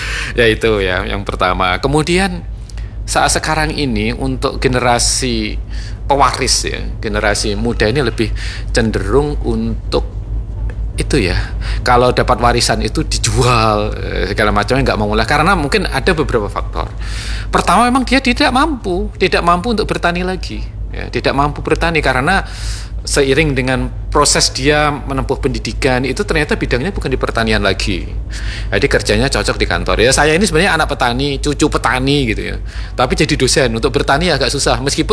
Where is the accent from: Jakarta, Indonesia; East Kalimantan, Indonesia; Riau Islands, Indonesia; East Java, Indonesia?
East Java, Indonesia; Madiun; moved away; Saya kan di Madiun ya.